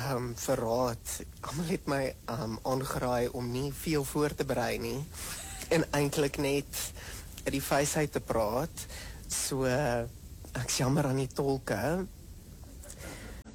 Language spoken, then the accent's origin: Afrikaans; Mbombela, Mpumalanga, South Africa; Ek kom uit die Laagveld uit. Mbombela specifiek. Maar ek sê altyd Laagveld. Want ek het groot geword saam met die mense van Sabi en Easy View en Komati Poort